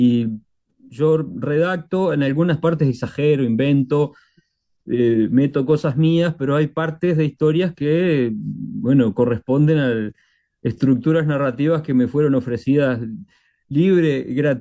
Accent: Uruguay; uno va a Buenos Aires y no es distinguido como uruguayo

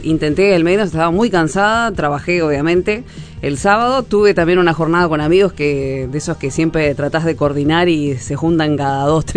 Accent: Uruguay; Y como buen uruguayo...

